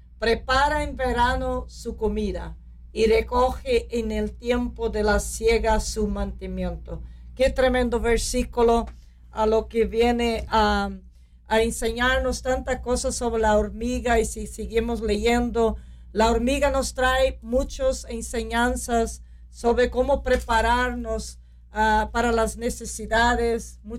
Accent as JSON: {"language": "Spanish", "country": "Brazil", "said": "yo también soy latina de Sudamérica, de Brasil, pero no somos buenos ahorrando, ¿no?"}